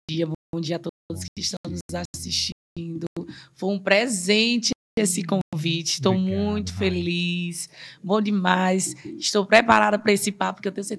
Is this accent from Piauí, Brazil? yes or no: yes; Buriti dos Lopes, Piauí, Brazil; moved away as an adult; now in Fortaleza, Brazil; eu não sou daqui, eu sou do Piauí. Mas antes da pandemia, eu passei aqui uns 3 anos.